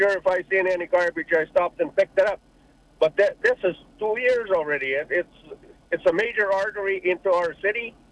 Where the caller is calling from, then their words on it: Selkirk, Manitoba, Canada; I'm from Selkirk.